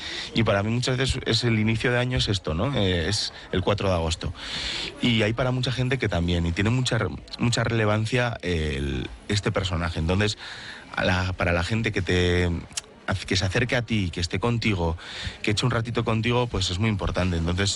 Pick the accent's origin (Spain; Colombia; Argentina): Spain; Vitoria-Gasteiz, Basque Country